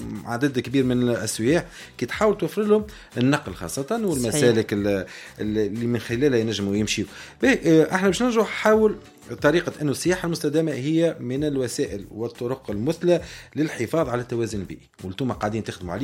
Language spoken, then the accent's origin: Arabic; Tunisia; الوحدات الفندقيه اللي عندنا في تونس